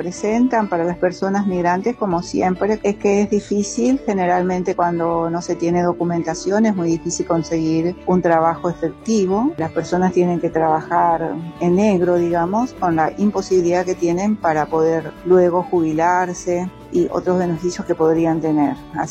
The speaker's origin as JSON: {"language": "Spanish", "region": "Concepción", "country": "Paraguay", "moved": "yes", "lives_now": "Buenos Aires, Argentina", "said": "Yo soy oriunda de Concepción, Paraguay. Me están escuchando desde el barrio de Pompeya, de Buenos Aires."}